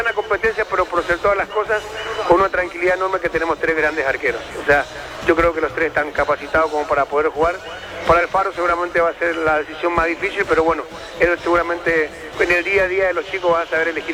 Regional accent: Paraguay; hoy somos más paraguayos que nunca

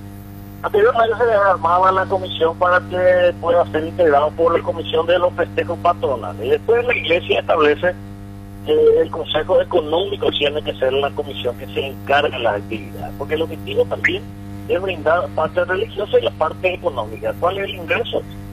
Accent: Minga Guazú, Alto Paraná, Paraguay; somos residentes aquí de la comunidad del distrito de Minga Guazú

